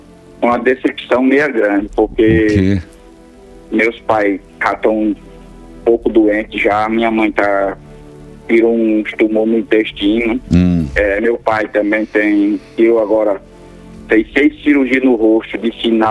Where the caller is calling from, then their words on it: Lagoa de Pedras, Rio Grande do Norte, Brazil; Eu falo da zona rural, município Lagoa de Pedra, Rio Grande do Norte.